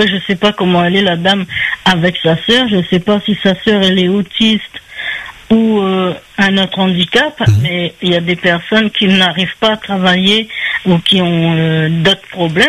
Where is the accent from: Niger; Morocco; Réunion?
Réunion; now in Grasse, France; Moi, j'étais à La Réunion. J'ai fait mon enfance à La Réunion, la famille à La Réunion.